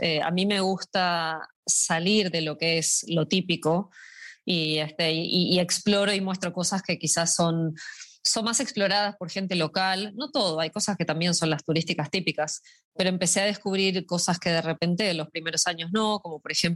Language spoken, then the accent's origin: Spanish; Buenos Aires, Argentina; also born or lived in Uruguay; Yo soy de Buenos Aires, pero tengo un acento medio raro porque viví muchos años en Uruguay